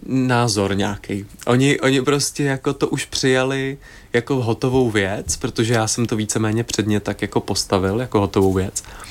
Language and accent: Czech; Havlíčkův Brod, Vysočina Region, Czechia; born or raised there